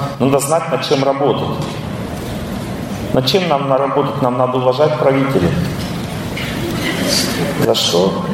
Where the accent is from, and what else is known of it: Russia